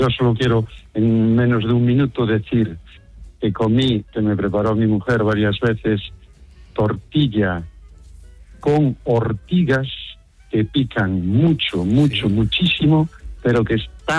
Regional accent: Covelo, Galicia, Spain; Soy de Covelo, del municipio de Covelo, con V, provincia de Pontevedra, comunidad autónoma de Galicia.

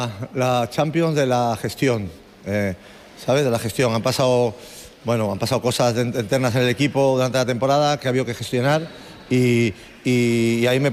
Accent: Málaga, Andalusia, Spain; Y yo soy de Málaga, yo soy de Maristas, yo muy orgulloso

